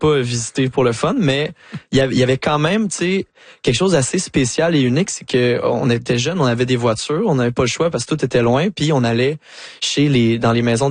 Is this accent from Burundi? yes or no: no; Saint-Hyacinthe, Quebec, Canada; parce que moi je viens de Saint-Hyacinthe qui est une ville agricole